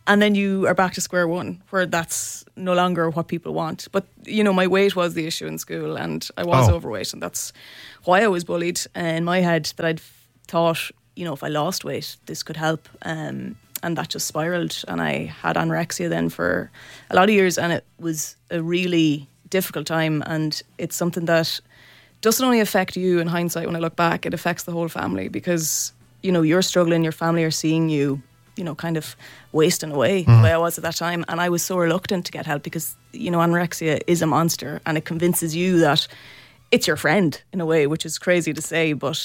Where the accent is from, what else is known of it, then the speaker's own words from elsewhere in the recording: Meath, Leinster, Ireland; he's Cav and … I just think we've had similar experiences growing up, and we're growing up in rural kind of areas.